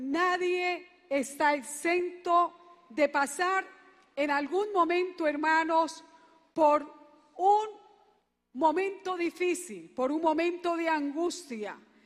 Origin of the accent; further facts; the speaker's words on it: Colombia; como lo hemos oído en nuestra amada patria, Colombia.